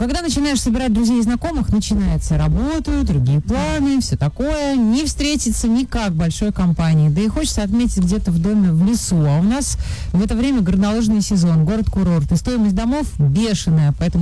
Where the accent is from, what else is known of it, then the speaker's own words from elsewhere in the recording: Arkhangelsk Oblast, Russia; now in Stavropol, Russia; так как сам родом из Архангельской области.